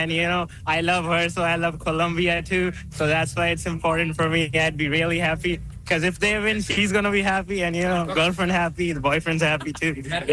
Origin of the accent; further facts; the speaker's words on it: Abbotsford, British Columbia, Canada; I like to come here every day, but I come from Abbotsford, so it's like a two-hour drive.